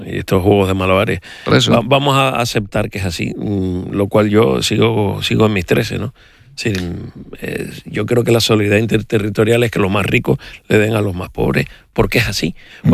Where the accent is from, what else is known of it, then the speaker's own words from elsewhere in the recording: Canary Islands, Spain; como canario, sí, evidentemente sí, Canarias